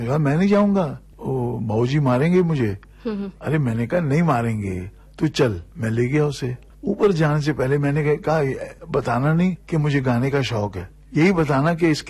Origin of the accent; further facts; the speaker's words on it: Amritsar, Punjab, India; मैंने कहा जी मैं पंजाब से हूँ। अरे बोले पंजाब से कहाँ से। मैं कहा जी मैं अमृतसर से हूँ।